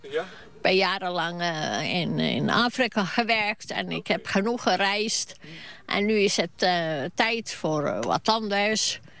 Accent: Finland; also born or lived in Sweden; Ik kom uit Finland. En mijn moeder woont in Noorwegen... Maar we hebben ook in Zweden gewoond.

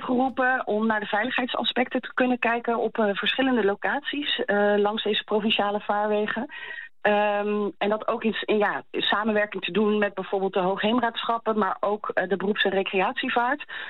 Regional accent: The Hague, South Holland, Netherlands; now in Alblasserdam, Netherlands; Nou, ik kom van Scheveningen, dus ik ben wel echt een strandmens. Maar momenteel zit ik in Alblasserdam

